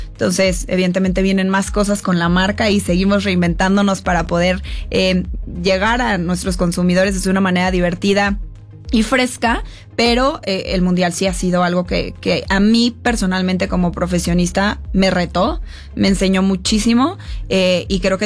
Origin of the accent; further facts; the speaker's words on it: Mexico; todo lo que construimos como mexicanos todos acá.